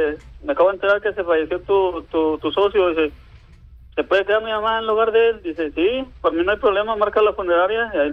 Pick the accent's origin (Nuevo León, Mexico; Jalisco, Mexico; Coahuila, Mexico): Nuevo León, Mexico; Yo de Nuevo León.